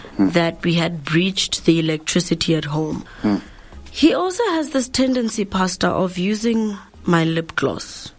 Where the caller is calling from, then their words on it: Westenburg, Limpopo, South Africa; Yes, I'm calling you from Westernburg.